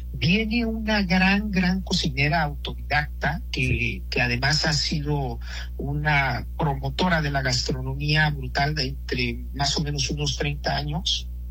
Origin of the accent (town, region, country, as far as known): Mexico